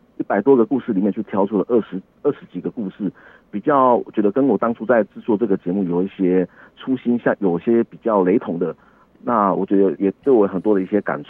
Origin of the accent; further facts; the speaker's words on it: Yuli, Hualien County, Taiwan; 我是来自花莲玉里的阿美族人，